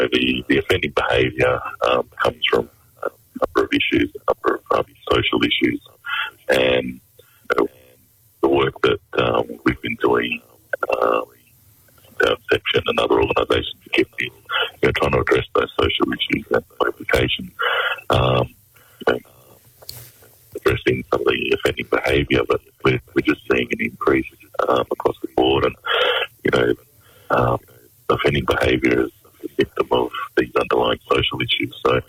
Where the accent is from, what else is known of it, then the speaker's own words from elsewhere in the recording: Broome, Western Australia, Australia; I'm originally from Broome and have connections to Yaru and Aboriginal country.